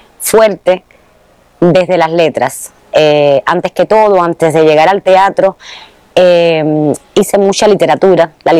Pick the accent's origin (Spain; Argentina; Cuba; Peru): Cuba; Pinar del Río; Soy de la provincia de Pinar del Río, la provincia más occidental de Cuba, donde todas las personas son muy sanas, muy nobles, muy sencillas, y me crié con mis abuelos